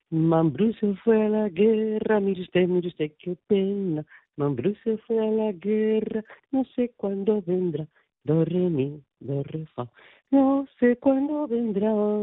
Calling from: Madrid, Community of Madrid, Spain; llamo desde Madrid

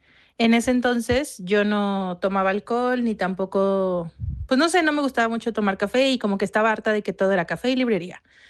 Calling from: Mexico

